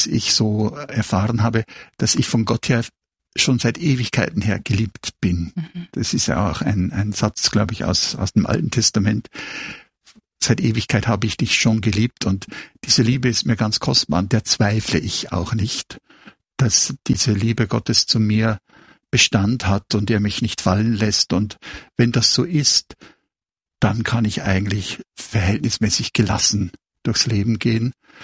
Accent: Bavaria, Germany; now in Austria; Ich stamme ursprünglich aus Bayern und fühle mich aber in Österreich sehr, sehr wohl.

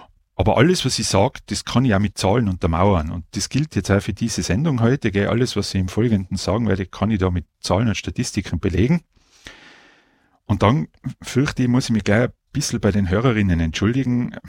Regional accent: Innsbruck, Tyrol, Austria; also born or lived in Leoben; Ich bin in Innsbruck geboren und aufgewachsen. Nach dem Gymnasium hat es mich in die Steiermark verschlagen, auf die Mondanuni in Leoben.

